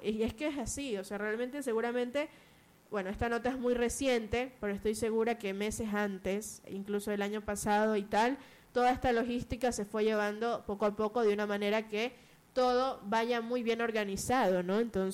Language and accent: Spanish; Ecuador; nosotros los ecuatorianos